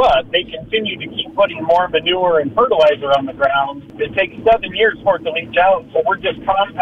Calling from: Norwalk, Iowa, United States; from Norwalk.

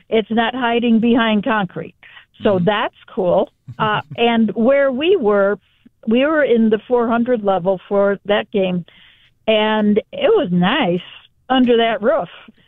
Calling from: Rochester, New York, United States; I'm calling from Rochester and that we have a, you know, good-sized deaf, hard of hearing population here.

